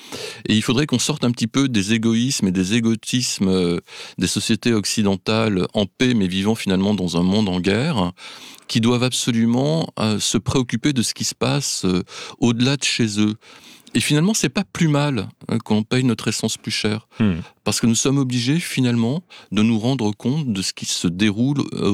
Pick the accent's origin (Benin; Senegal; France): France